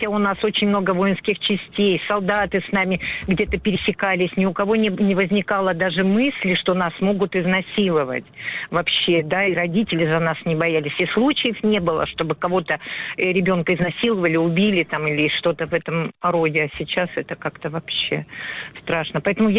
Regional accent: Kamchatka Krai, Russia; я выросла, жила на Камчатке до 8 класса, сейчас обратно вернулась.

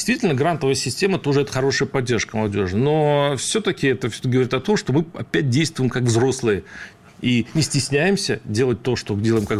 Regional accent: Saransk, Mordovia, Russia; я как из Саранска тебе могу сказать, что мы там жестили.

